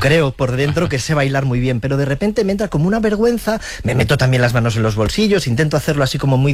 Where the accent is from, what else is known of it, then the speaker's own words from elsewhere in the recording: Priaranza del Bierzo, Castile and León, Spain; now in Valladolid, Spain; Hombre, pues en mi pueblo, que es Priaranza del Bierzo, es un pequeño pueblo de 200 habitantes en el Bierzo, en la provincia de León